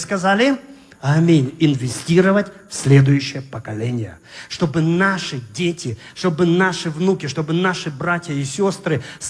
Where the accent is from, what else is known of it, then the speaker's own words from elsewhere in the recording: Kazakhstan; born there; Я родился в Казахстане, в маленькой деревне.